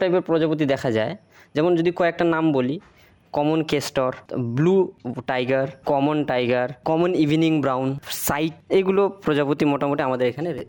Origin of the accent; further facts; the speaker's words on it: Pharabari, West Bengal, India; আমাদের গ্রামটার নাম হচ্ছে ফাড়াবাড়ি, সে ফাড়াবাড়ির সামনে আমাদের একটা নদী আছে যেটা হচ্ছে চেঙ্গামাঞ্জা নদী।